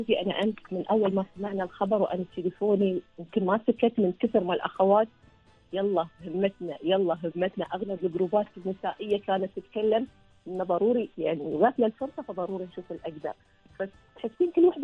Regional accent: Oman; أنا لما أطلع ومثل عمان أنا أفتخر إني عمانية

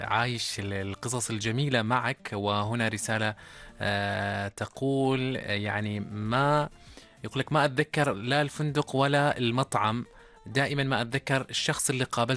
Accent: Oman

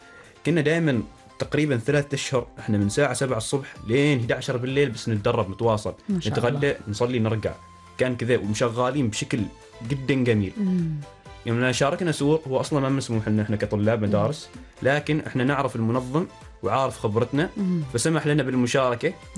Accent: Oman; حتى بعد ما عرفوا ان احنا عمانيين استقبلونا بشكل جدا جميل

